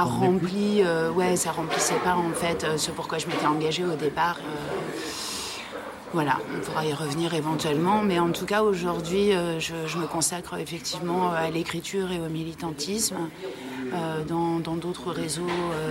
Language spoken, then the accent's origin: French; Paris, Île-de-France, France; moved away as an adult; also born or lived in Rennes; now in Drôme, France; Moi, j'ai pas fui Paris. Moi, je suis née à Paris, j'ai grandi à Paris. Paris, c'est aussi mon chez-moi. Enfin, c'est une ville dans laquelle je me sens bien, où j'avais mes habitudes et où je vivais de manière assez privilégiée et assez confortable.